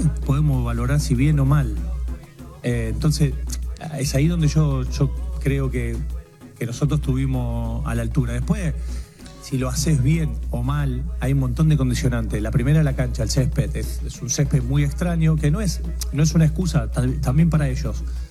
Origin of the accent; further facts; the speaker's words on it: Argentina; Yo lo que digo, primero, nosotros somos Argentina.